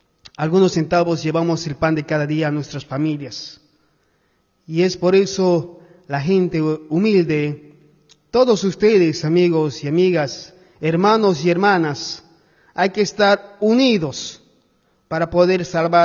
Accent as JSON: {"language": "Spanish", "country": "Bolivia", "said": "nosotros somos bolivianos, somos de casa, somos de tierra"}